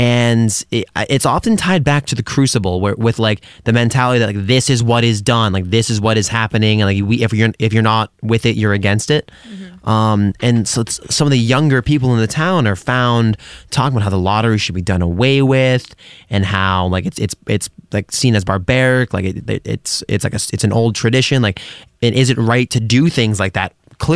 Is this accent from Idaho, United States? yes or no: no; Westport, Massachusetts, United States; born or raised there